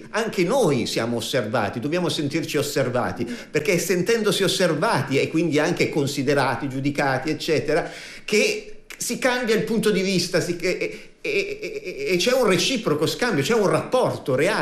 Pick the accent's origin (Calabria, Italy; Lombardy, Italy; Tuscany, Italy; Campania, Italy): Lombardy, Italy; Milan; now in Sicily, Italy; subito da milanesi